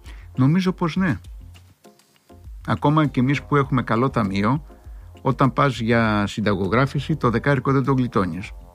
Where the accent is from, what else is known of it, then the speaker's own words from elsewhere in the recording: Crete, Greece; Εγώ η αλήθεια είναι ότι έκανα πολλά διαστήματα μεγάλα που δεν πήγα στο χωριό μου. Δεν υπάρχει χειρότερο πράγμα. Να μην γνωρίζεις ανθρώπους που μεγάλωσες μαζί.